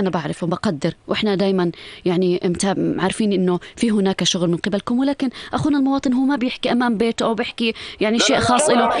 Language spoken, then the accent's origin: Arabic; Irbid Governorate, Jordan; أنا كمواطن أردني بسكن في محافظة إربد